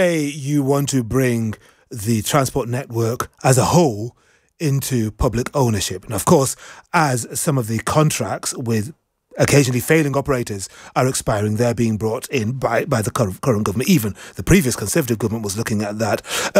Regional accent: Manchester, North West England, United Kingdom; I'm from Manchester

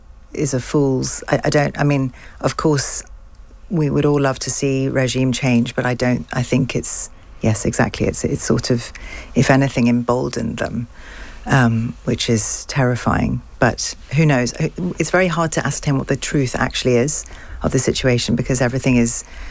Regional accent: London, United Kingdom; isn't that the joy of being a Londoner

